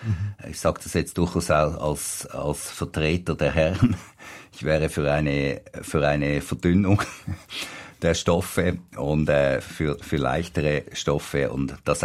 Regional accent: Switzerland; Dann wachsen wir ja als Bevölkerung, als Schweizer Bevölkerung fast nicht mehr.

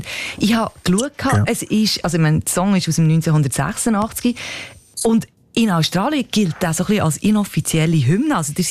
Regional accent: Switzerland; Er ist sehr populär, er ist auch bei uns in der Schweiz populär, das muss man sagen.

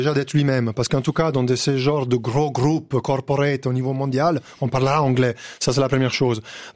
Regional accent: Italy; Les gens, normalement, me disent pas que je suis un Italien.

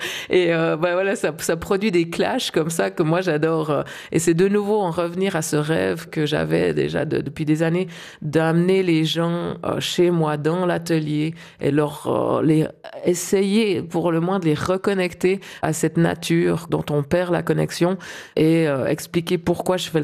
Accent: Switzerland

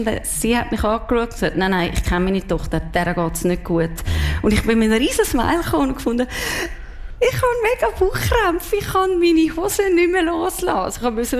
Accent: Zurich, Switzerland; accent: Zurich German; now in Solothurn, Switzerland; warum redest du Zürichdeutsch? Und ich so, das habe ich immer schon geredet.

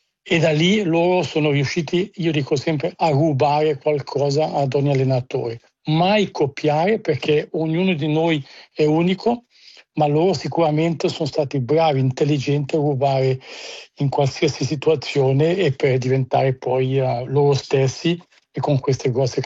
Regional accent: Ticino, Switzerland; siamo ticinesi, siamo in minoranza

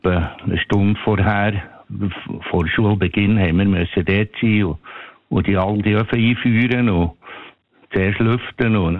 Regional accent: Leissigen, Bern, Switzerland; Ich bin in Leissigen am Thunersee aufgewachsen.

